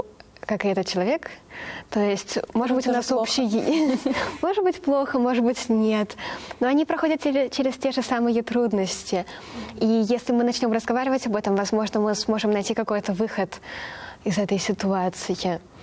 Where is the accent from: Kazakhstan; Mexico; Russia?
Mexico; Russian is a second language; Да, был момент, что мы такие девушки из Мексики очень много ныли.